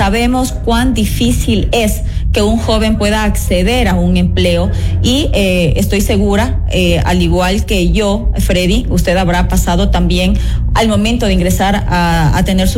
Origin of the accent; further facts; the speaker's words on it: Ecuador; porque eso es lo que necesitamos como ecuatorianos